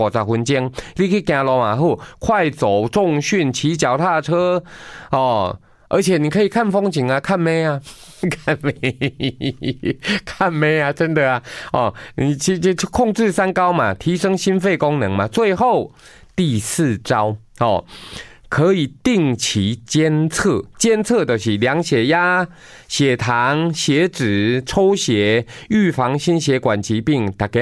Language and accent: Chinese; Taiwan; 我们台湾人十大死因心脏病是第二名啊